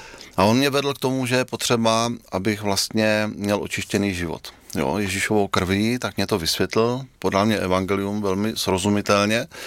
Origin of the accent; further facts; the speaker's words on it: Brno, South Moravian Region, Czechia; Tak, já jsem z Brna a jsem pastorem Církve Slovo života.